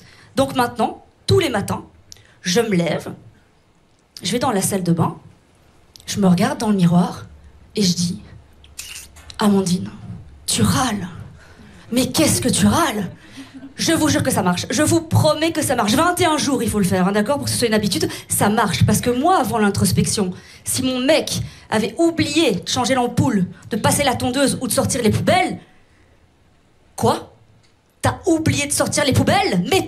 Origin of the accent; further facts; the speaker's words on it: Belgium; accent: Belgian; Quand je m'énerve, mon accent belge revient très fort, sinon je l'ai pas trop.